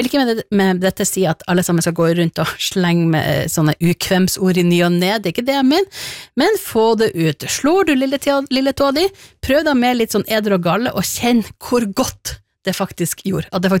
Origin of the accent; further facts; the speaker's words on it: Northern Norway, Norway; jeg er jo nordlending